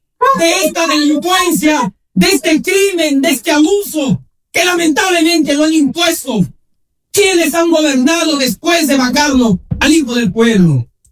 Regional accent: Arequipa, Peru; como arequipeño, exhortar que otro arequipeño como Jorge Nieto pueda decirle a los arequipeños

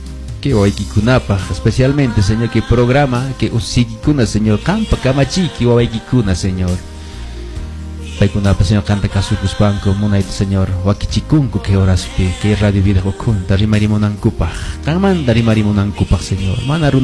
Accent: Cusco, Peru

